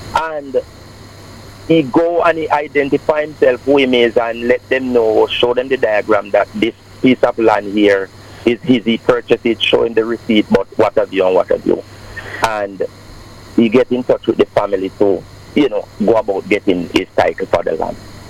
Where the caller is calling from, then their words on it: Clarendon, Jamaica; in 1975, that's the year that I was born, my father purchased a piece of land. I am from Clarendon.